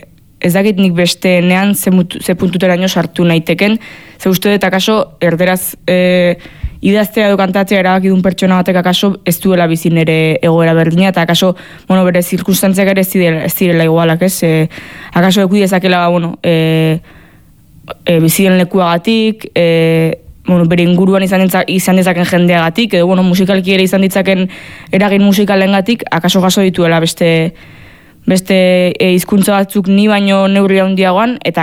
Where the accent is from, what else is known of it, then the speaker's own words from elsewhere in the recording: Basque Country, Spain; nire jaioterriak aso oso txiki bat alako ere Gipuzkoa barnealdean, beti nik egunerokoan euskera egin ezen detelako nire familiarekin momentu guztietan, nire ingurua beti oso euskalduna izan dalako